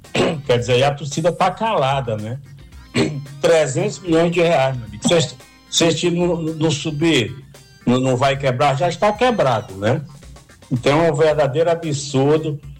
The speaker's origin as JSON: {"language": "Portuguese", "town": "Pedra Branca", "region": "Ceará", "country": "Brazil", "moved": "yes", "lives_now": "Goiânia, Brazil", "said": "Aqui é de Goiânia … Eu saí da Pedra Branca."}